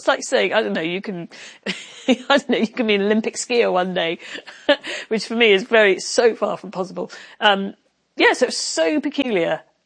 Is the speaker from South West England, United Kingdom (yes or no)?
no; Northern Ireland, United Kingdom; born there; also born or lived in Wales; Well, I was born in County Derry, and then I moved to Wales, and then I moved to Ireland, and yeah, it's very complicated.